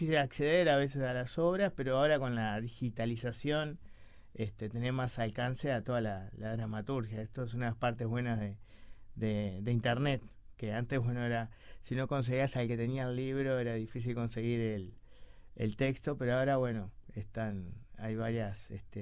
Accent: Montevideo, Uruguay; yo nací en Villa Española, que no es del lugar donde comúnmente salen los escritores.

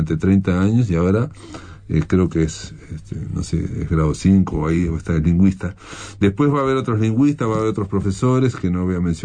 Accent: Fray Bentos, Río Negro, Uruguay; yo soy de Fraivento

